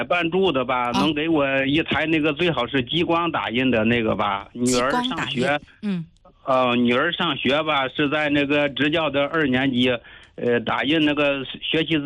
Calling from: Xinji, China; 我是那个新集的。

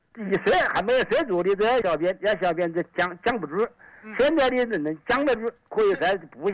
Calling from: Wuhan, Hubei, China; 我是黄陂娄子的。

